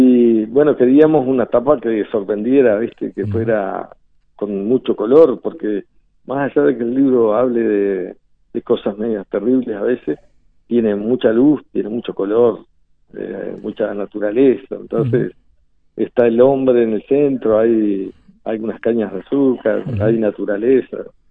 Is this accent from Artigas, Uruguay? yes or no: yes; Calpica, Artigas, Uruguay; born there; esta historia de mi pueblo, orilla del río